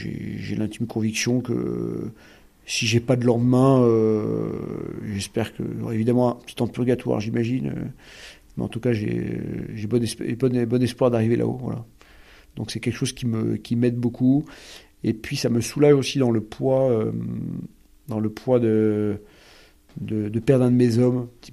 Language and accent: French; France; Et puis, en tant que Français, c'est aussi un Saint-Patron de la France.